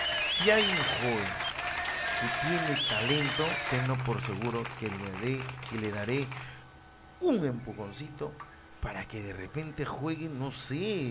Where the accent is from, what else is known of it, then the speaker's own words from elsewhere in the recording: Lambayeque, Peru; Yo he trabajado y sigo trabajando aquí en mi región Lambayeque